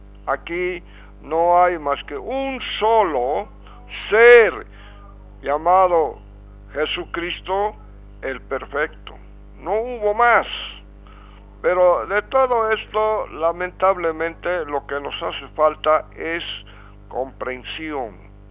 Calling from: Bolivia; Bolivia no estamos como bolivianos

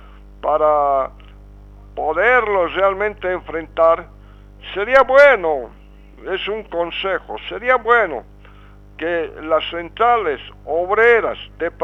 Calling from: Bolivia; Bolivia no estamos como bolivianos

